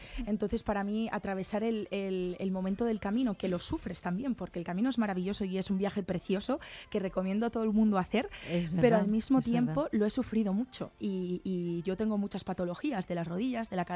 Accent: Pontedeume, Galicia, Spain; Ponte de Eume es mi pueblo.

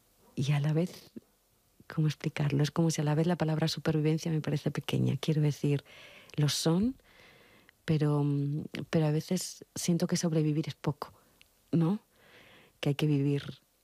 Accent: Logroño, La Rioja, Spain; moved away as an adult; also born or lived in Zaragoza; yo que soy de Logroño, pero ya llevaba 4 años viviendo en Zaragoza

